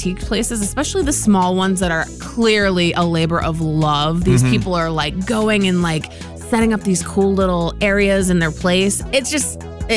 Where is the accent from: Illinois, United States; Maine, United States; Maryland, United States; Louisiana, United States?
Maine, United States; Saco; So even in my hometown, there's these little hidden gems.